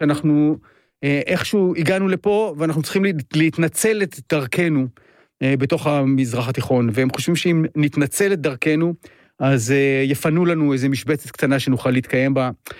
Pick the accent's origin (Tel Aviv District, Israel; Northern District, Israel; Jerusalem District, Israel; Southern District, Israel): Jerusalem District, Israel; Jerusalem; moved away as an adult; אני ירושלמי פעם, עד גיל 18 הייתי ירושלמי